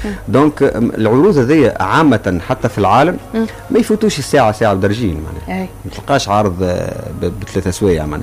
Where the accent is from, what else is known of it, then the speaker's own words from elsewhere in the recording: Tunisia; ربطتني بطاقة تعريف تونسي.